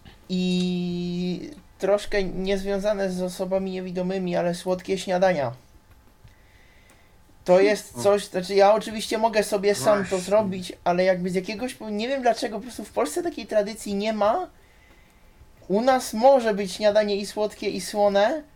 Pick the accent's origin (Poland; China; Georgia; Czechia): Czechia